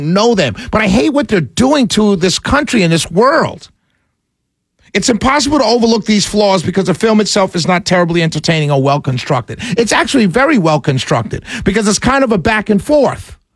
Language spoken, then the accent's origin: English; New York City, New York, United States; I grew up in New York City.